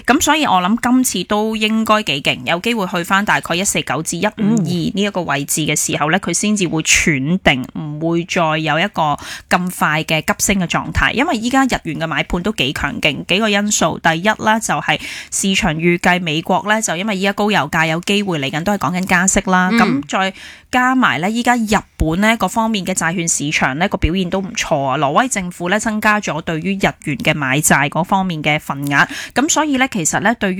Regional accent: Hong Kong; 我哋香港人好勤力，

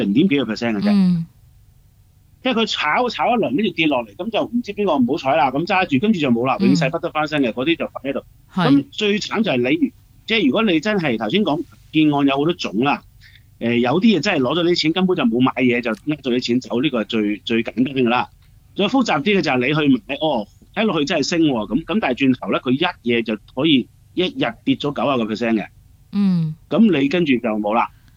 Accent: Guangdong, China; 我哋广东人有一句即係老话就叫做冇咁大隻蛤乸随街

